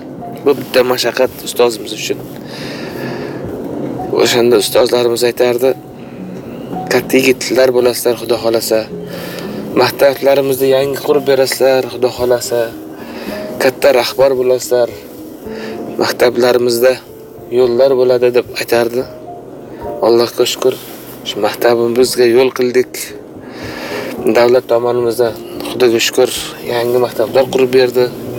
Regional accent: a village in Zomin District, Jizzakh Region, Uzbekistan; now in Tashkent, Uzbekistan; Men Jizzax viloyati Zomin tumanining bir chekka qishlog'ida tug'ilganman. Tog'li qishlog'ida tug'ilganman.

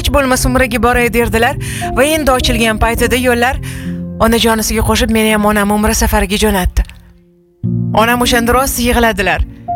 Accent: Tashkent, Uzbekistan; Xullas, Toshkentning Beshqayrag'ochida yashaganmiz. Bilasiz, o'zbekona mahallalar, qo'shnilar bir-biri bilan juda ahil, mehr-oqibatli, haqiqiy o'zbek mahallaga borgandek bo'lasiz.

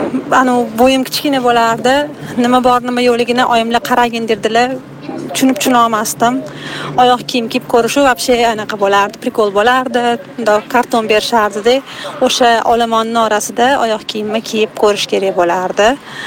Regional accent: Tashkent, Uzbekistan; Maktab bozorini biz yoshligimizda ipodrom bozorida qilardik. Kesimga tushdi. Menimcha butun Toshkent o'sha ipodromga borib qilardi shekil.

